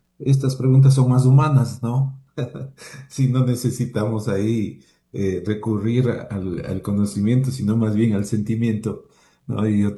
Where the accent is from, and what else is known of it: Quito, Pichincha, Ecuador; born there